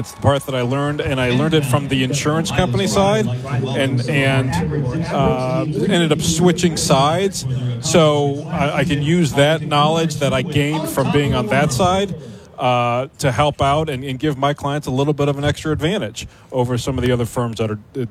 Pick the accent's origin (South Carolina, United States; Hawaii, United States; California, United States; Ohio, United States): Ohio, United States; Akron; So I'm from Akron. So I went to high school in Revere. So. Coming home to Akron seemed like a no-brainer.